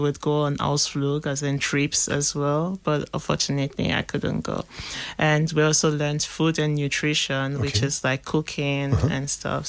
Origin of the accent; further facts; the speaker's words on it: Rome, Lazio, Italy; also born or lived in Nigeria; Yeah. Yeah. I grew up in Roma, and then we visited Firenze, Milano, other cities.